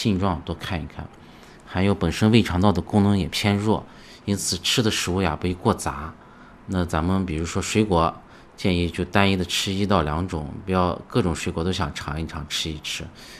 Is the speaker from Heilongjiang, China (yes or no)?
no; Xinjiang, China